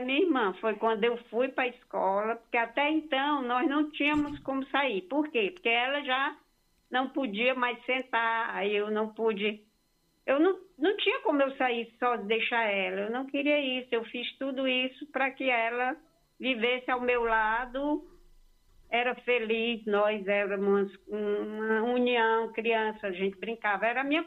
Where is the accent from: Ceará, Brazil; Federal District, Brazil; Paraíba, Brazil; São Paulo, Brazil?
Ceará, Brazil; Massapê; moved away; eu sou do interior de Massapê, morei lá muito tempo, meu pai é de Tianguá, mas eu sou de Massapê.